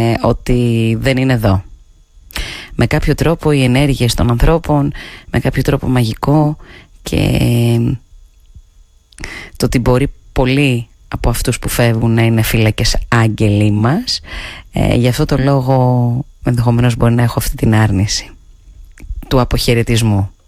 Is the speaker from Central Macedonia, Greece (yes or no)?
yes; Thessaloniki, Central Macedonia, Greece; born there; Ακόμα και τότε που πήγαινα, ας πούμε, στο χωριό μου τα καλοκαίρια και έπρεπε να αποχωριστώ τις φίλες μου, τις παρέες μου, για να πάω εγώ τότε στη Θεσσαλονίκη από το χωριό